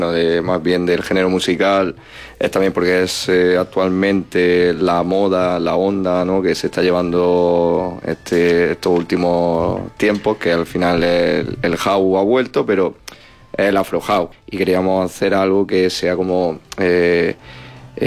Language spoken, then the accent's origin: Spanish; Andalusia, Spain; y más si somos de aquí de la zona, somos de Cuadra Almanzora.